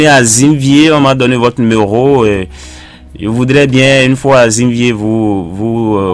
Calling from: Parakou, Borgou, Benin; je vous appelle depuis Parakou.

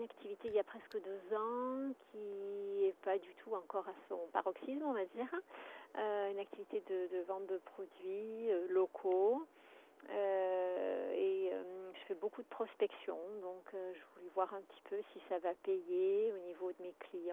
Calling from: Auvergne-Rhône-Alpes, France; J'appelle de la Drôme.

